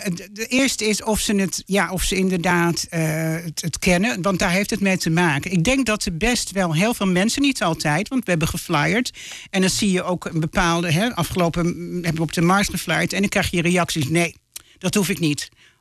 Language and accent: Dutch; Netherlands; ik ben natuurlijk zelf ook geboren en getogen in Nederland. Ik heb een witte moeder en een zwarte vader.